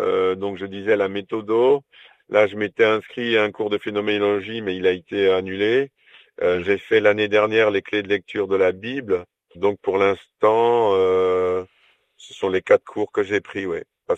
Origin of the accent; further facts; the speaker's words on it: Montpellier, Occitanie, France; nous, au niveau des paroisses, même qu'on est de Montpellier, hein